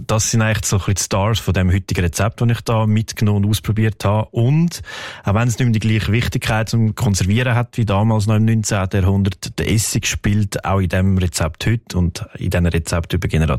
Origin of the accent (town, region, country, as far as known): Switzerland